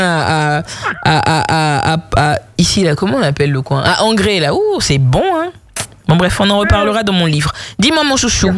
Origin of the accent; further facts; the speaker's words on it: Abidjan, Côte d’Ivoire; Yopougon, c'est là, c'est vrai, je suis né. Et j'ai grandi, j'ai fait toute mon enfance à Yopougon.